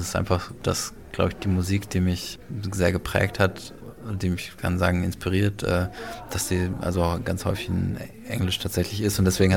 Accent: North Rhine-Westphalia, Germany; moved away as an adult; now in Berlin, Germany; ich bin in NRW aufgewachsen, bin jetzt aber schon mehr als 10 Jahre in Berlin. Also langsam werde ich Berliner. Aber genau, mit dem Akzent. Also tatsächlich da, wo ich herkomme, da gibt es so einen gewissen Akzent, aber der ist auch nicht so stark ausgeprägt.

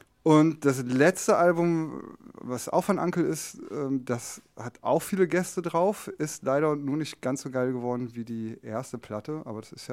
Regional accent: North Rhine-Westphalia, Germany; Und immer wenn ich jetzt in meiner Heimatstadt dann irgendwie WDR 4 da kommt irgendwie

